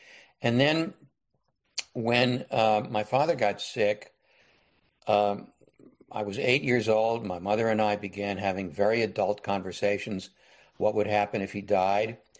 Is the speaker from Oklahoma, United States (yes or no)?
no; Bronx, New York, United States; born there; Well, I was born in the Bronx.